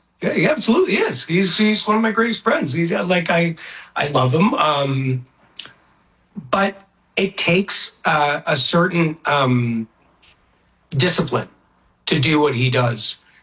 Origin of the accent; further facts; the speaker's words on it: Nova Scotia, Canada; I grew up in Nova Scotia.